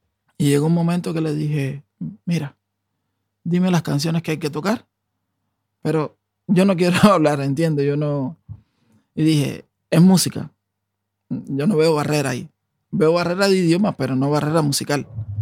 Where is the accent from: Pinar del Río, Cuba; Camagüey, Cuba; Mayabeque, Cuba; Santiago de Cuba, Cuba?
Pinar del Río, Cuba; moved away as an adult; now in Oslo, Norway; Soy de Pinar del Río.